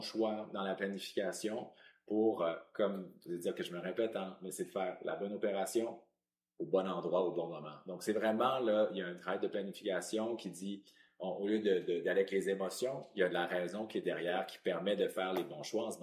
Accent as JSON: {"language": "French", "town": "Montreal", "region": "Quebec", "country": "Canada", "said": "Moi, en tant que Montréalais"}